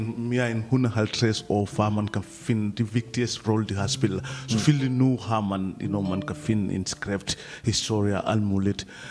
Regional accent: Gambia; Danish is a second language; moved away as an adult; now in Denmark; Jeg er født og opvokset i Gambia. Jeg har boet i Danmark i 4-2 år

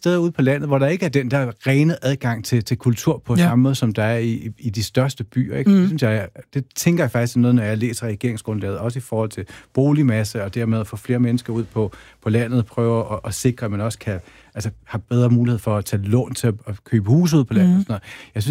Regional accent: Kerteminde, Region of Southern Denmark, Denmark; now in Copenhagen, Denmark; jeg er meget ofte hjemme i Kerteminde

